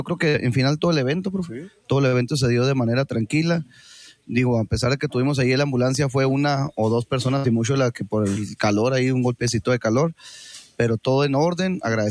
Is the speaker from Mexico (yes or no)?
yes; Mexico; sin hablar con el corazón de que somos mexicanos